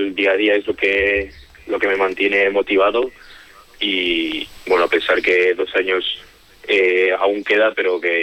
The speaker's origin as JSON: {"language": "Spanish", "town": "Aldanueva de Ebro", "region": "La Rioja", "country": "Spain", "tie": "born there", "also_born_or_lived": "Calahorra / Logroño", "moved": "as an adult", "lives_now": "Madrid, Spain"}